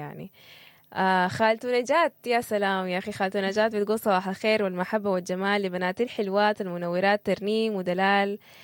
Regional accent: Sudan; دي حاجة كمان بحس إحنا بنتميز بها كسودانيين

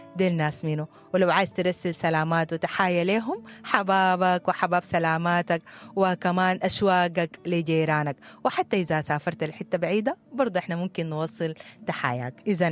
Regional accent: Sudan; إحنا كمجتمع سوداني معروفين بحبنا للجيرة

